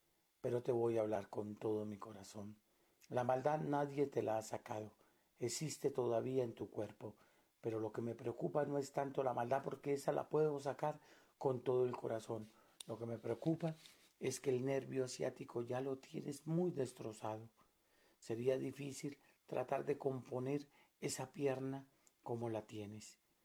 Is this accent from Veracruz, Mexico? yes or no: yes; Catemaco, Veracruz, Mexico; Por eso yo estoy aquí, poniendo la cara en alto y diciendo que soy un hijo de Veracruz, de Catemaco, Veracruz